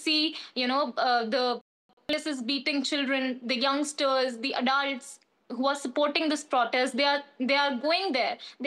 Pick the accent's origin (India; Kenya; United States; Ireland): India; I don't feel comfortable that I proudly say that I'm an Indian, an Indian citizen.